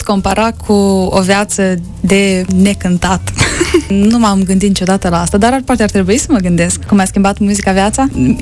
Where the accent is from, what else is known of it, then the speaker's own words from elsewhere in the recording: Strășeni, Strășeni District, Moldova; Eu am crescut în Strășeni, alături de părinți, de bunei, n-am istorii tragice cu plecare peste hotare sau ceva de genul.